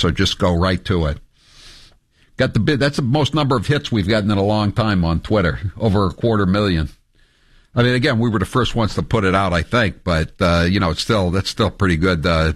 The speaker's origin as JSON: {"language": "English", "town": "Portland", "region": "Maine", "country": "United States", "said": "I'm from a different part of Maine, Morgan. I'm from Portland, and I worked in Kennebunkport."}